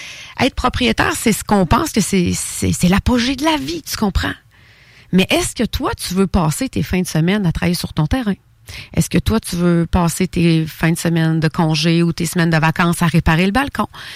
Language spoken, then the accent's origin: French; Thetford Mines, Quebec, Canada; dans mon quartier, un quartier à Thetford Mines, parce que c'est ma ville natale